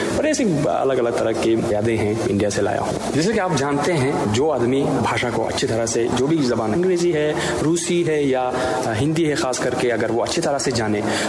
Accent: Tajikistan; Hindi is a second language; लोग मुझे नहीं समझे कि मैं ताजिकिस्तान से हूँ, वो बोले थे कि हाँ मैं एक भारतीय हूँ

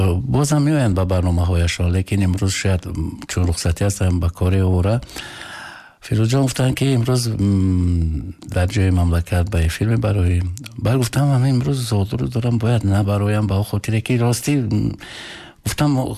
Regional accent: Afghanistan; born there; من خیلی شکر میگم که در همین خیر وطن به دنیا آمدم

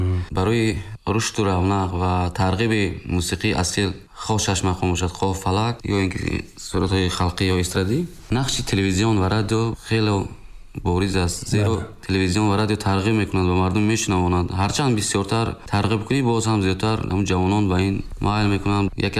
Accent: Panjakent, Sughd, Tajikistan; дар зодгоҳи ман кору фаъолият мекардам, дар мактаби миёнаи рақами 23 шаҳри Панҷакен.

